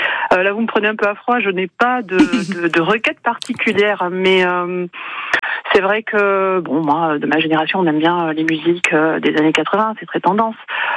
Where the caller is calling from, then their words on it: Arros-de-Nay, Nouvelle-Aquitaine, France; moi je suis sur la plaine de Naï